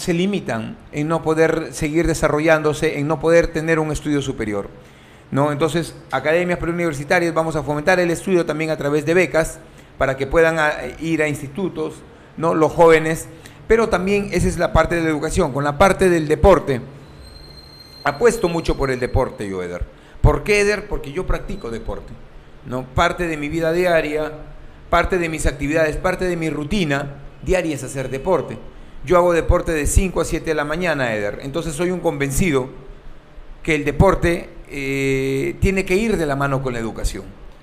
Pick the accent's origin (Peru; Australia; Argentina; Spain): Peru; Tambogrande, Piura; born there; a mis vecinos de Tambo Grande, exactamente, Valle de los Incas, que pasé parte de mi niñez ahí, por eso es que le tengo un gran cariño a mi tierra de Tambo Grande.